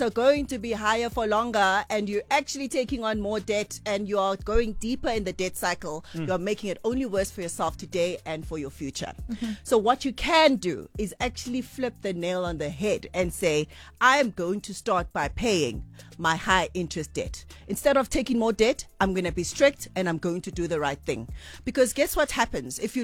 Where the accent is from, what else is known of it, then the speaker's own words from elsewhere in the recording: South Africa; So now as a South African, you look at your food basket, your services basket